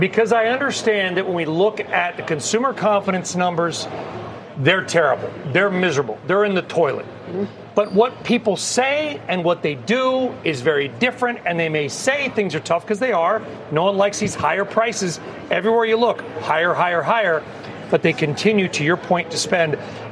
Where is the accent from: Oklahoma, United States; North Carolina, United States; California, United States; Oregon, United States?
California, United States; Los Angeles; you're a native Californian, as am I. We're both from Los Angeles.